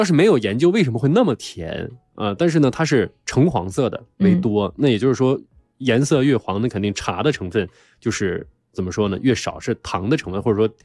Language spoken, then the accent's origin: Chinese; Inner Mongolia, China; 便利店就有点让我想起我的家乡内蒙古，就是为什么？就是因为那儿的这个我的家乡内蒙古啊，就是大多数的招牌上除了中文、英文还有蒙语，